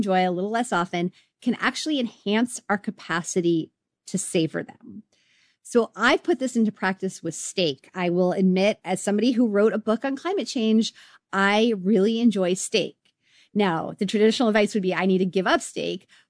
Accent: Canada

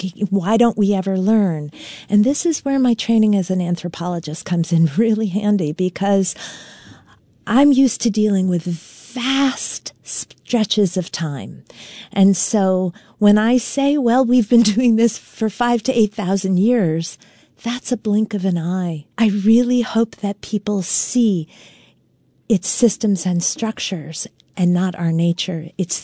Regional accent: New York, United States; moved away as an adult; now in Vermont, United States; I mean, I'm not born and raised here. I'm a New Yorker. I came up here the summer of 2000

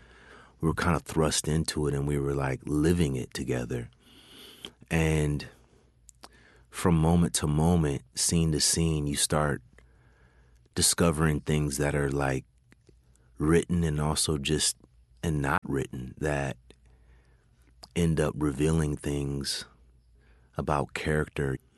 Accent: California, United States; born or raised there

